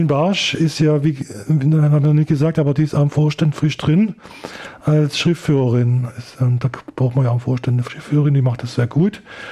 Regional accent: France; now in Germany; Ursprünglich komme ich aus Frankreich und wahrscheinlich erklärt das schon ein bisschen meine Liebe zu Farbe, Licht und Bewegung.

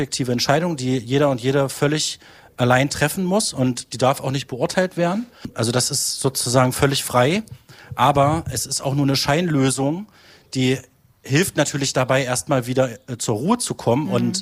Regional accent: Halberstadt, Saxony-Anhalt, Germany; born or raised there

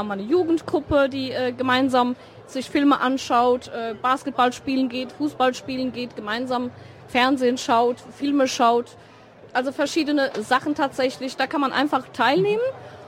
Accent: Hesse, Germany; born there

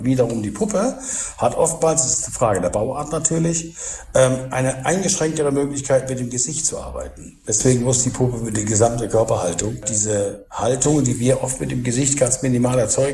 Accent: Meiningen, Thuringia, Germany; born there; moved away as an adult; now in Berlin, Germany; Jahrgang 57, geboren in Thüringen, Weiningen, und lebe an sich in Berlin seit der Schauspielschule

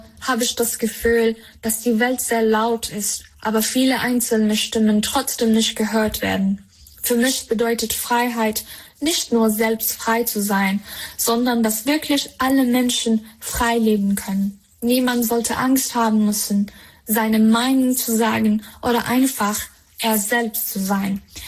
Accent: Iran; moved away; Ich komme aus dem Iran.

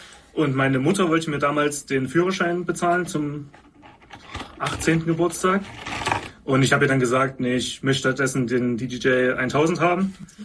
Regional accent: Leipzig, Saxony, Germany; weil der Stadtteil, wir kommen aus Bülitz-Ehrenberg, ist 04178, die Postleitzahl.

